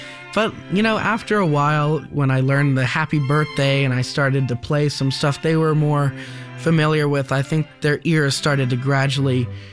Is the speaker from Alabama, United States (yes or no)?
no; Lake Worth, Florida, United States; from Lake Worth, Florida, and today I'll be performing the last movement of the Brahms F minor sonata